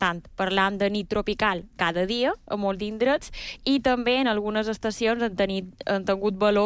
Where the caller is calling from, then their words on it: Puigpunyent, Balearic Islands, Spain; De Puigpunyent.